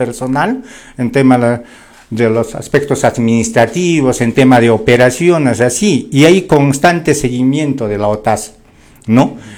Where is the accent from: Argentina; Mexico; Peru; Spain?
Peru; Calca, Cusco; soy calqueño y amo a mi tierra.